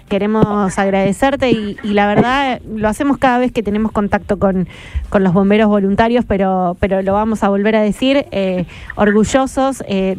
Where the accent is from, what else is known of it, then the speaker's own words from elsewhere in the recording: Rosario, Santa Fe, Argentina; para nosotros como rosarinos